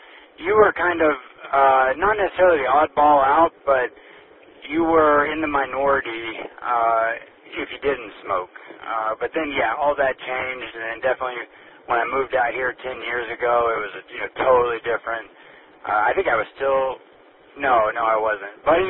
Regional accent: Southeast, United States; I grew up in the Southeast.

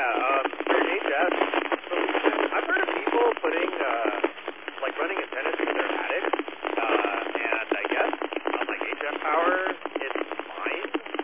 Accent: California, United States; I'm actually from the Morongo Basin

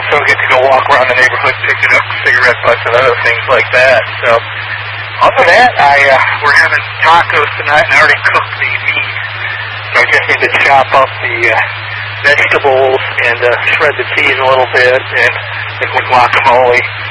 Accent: Ann Arbor, Michigan, United States; I was born in Ann Arbor and grew up there, went to high school there, and had my 50th reunion there this summer

